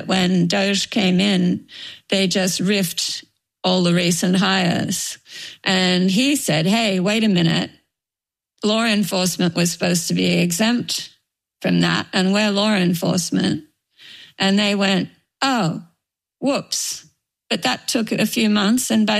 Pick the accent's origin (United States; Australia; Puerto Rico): Australia; first in the Cleveland Bureau, which as an Australian, I considered my first foreign assignment.